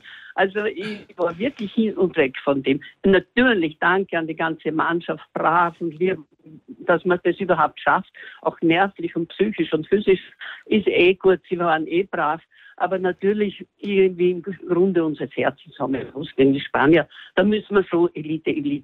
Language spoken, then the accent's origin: German; Austria; in dem Sinne, braver, braver Österreicher, wird schon wieder werden.